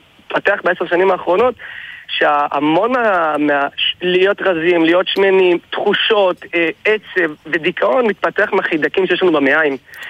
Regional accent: Tunisia; מי שיש לו מסורת לצפון אפריקה, ואפילו ספרד, לא רק תימנים, גם צפון אפריקה, אני טוניסאי ויש לי מסורת

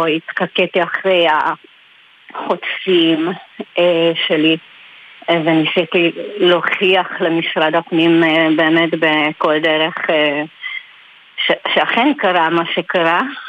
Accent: Hungary; moved away as an adult; now in Israel; מהונגריה, נכון. אמת. יצאתי ערב אחד לאיזה פאב לבלות

